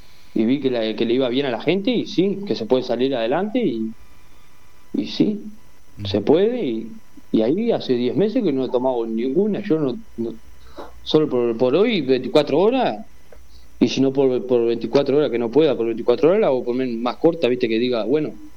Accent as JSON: {"language": "Spanish", "region": "San José", "country": "Uruguay", "said": "yo soy de San José, estoy trabajando para estos lados, viste, para acá, para este lado de tres esquinas."}